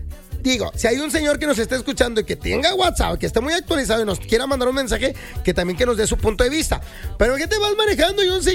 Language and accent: Spanish; San Nicolás de los Garza, Nuevo León, Mexico; Yo soy de San Nicolás